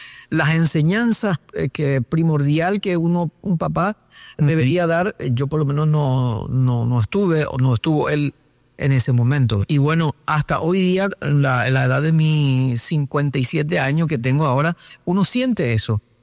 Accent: San Pedro, Paraguay; born there; also born or lived in Asunción; Yo nací en el departamento de San Pedro, sería en este caso. Nací, soy paraguayo

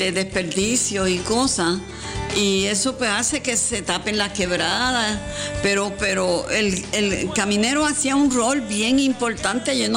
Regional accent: Molina, Maule, Chile; Oye, yo recuerdo cuando niña a la gente que venía de otro sitio a vivir a Molina. Yo me crié allí en Molina

